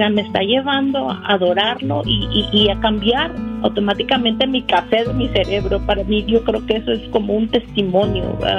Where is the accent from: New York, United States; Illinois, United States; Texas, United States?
Texas, United States; Tyler; soy de Tyler, Texas.